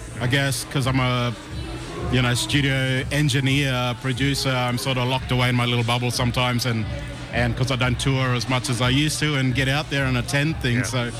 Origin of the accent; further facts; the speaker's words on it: Cairns, Queensland, Australia; now in Canberra, Australia; Grew up in Far North Queensland in Cairns and currently living in Canberra in the ACT.